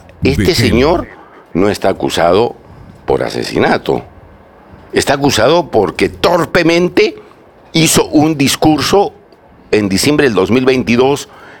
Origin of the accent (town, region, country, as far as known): Peru